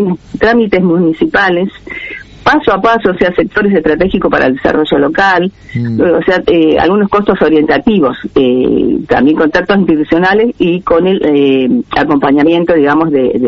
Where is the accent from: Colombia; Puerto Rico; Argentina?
Argentina; Buenos Aires Province